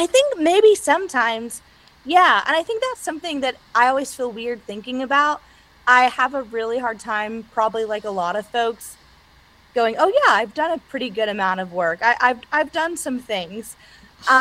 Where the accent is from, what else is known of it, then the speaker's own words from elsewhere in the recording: Bowling Green, Kentucky, United States; moved away as an adult; I have a challenging relationship with my hometown, but I love the South